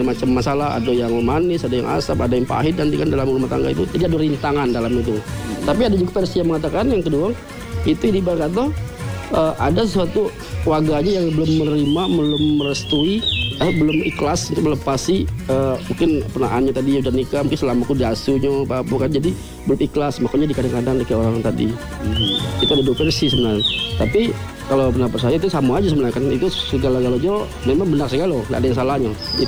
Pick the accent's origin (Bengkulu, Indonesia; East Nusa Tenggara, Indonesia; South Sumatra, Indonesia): Bengkulu, Indonesia; Harusnya kita orang Bengkulu lebih mencintai dulu daripada orang lain, karena orang-orang luar itu akan menengok, mencontoh ikut orang yang asli dulu.